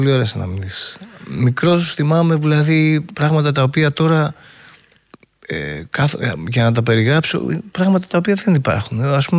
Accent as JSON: {"language": "Greek", "town": "Piraeus", "region": "Attica", "country": "Greece", "tie": "born there", "also_born_or_lived": "Amygdalia, Phocis", "said": "Εγώ γεννήθηκα στον Πειραιά, πήγαινε, ερχόμασταν στο χωριό."}